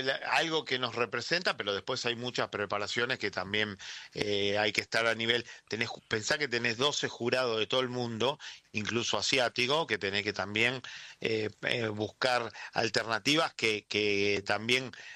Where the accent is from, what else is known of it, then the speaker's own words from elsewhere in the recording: Buenos Aires, Argentina; De Villaluro y Liniers